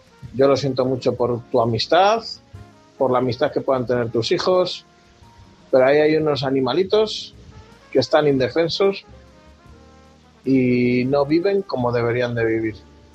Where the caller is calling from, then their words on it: Palencia, Castile and León, Spain; Hola, buenas noches. … corresponsal de Palencia.